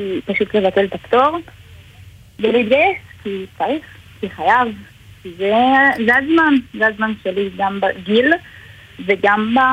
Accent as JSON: {"language": "Hebrew", "town": "Ofakim", "region": "Southern District", "country": "Israel", "tie": "born or raised there", "said": "היי, אני בת 21, גרה באופקים, חנכתי באופקים, גדלתי באופקים."}